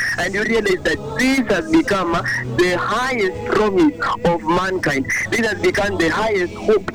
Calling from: Nairobi, Kenya; I'm calling from the University of Nairobi.

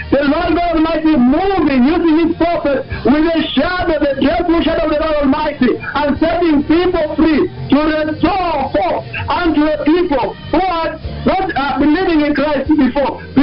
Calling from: Kakamega, Kakamega County, Kenya; You are speaking to … I am calling live from Kakamega.

